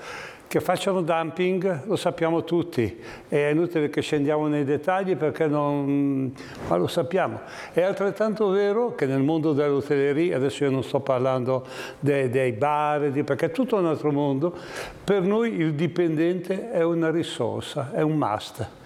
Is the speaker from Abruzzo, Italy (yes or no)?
no; Arenzano, Liguria, Italy; io sono di Arenzano e noi abbiamo tanta gente che arriva da Genova